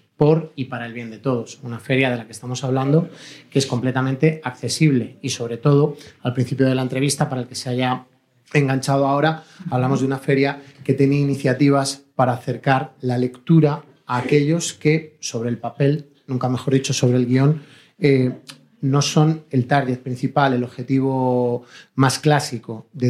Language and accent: Spanish; Madrid, Community of Madrid, Spain; Yo soy de Madrid desde que nací, hace 25 años.